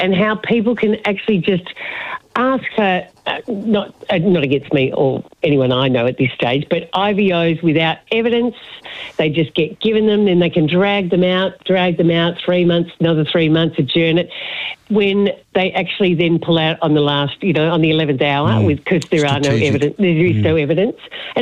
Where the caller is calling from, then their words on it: Mount Eliza, Victoria, Australia; Mount Eliza